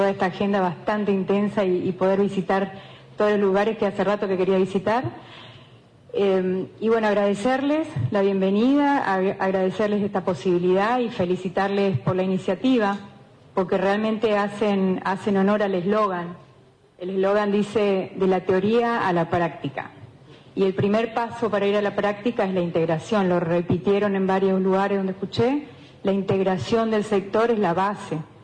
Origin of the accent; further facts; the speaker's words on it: Eldorado, Misiones, Argentina; de Misiones, un paisaje totalmente distinto.